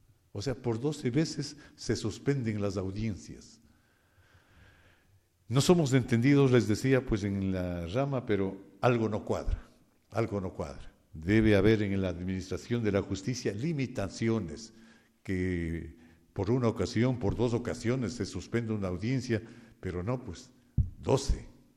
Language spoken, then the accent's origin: Spanish; Ecuador